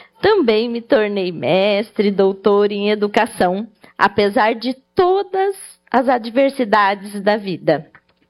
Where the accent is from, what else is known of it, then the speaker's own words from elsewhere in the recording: São Paulo, Brazil; que eu sou do interior de São Paulo.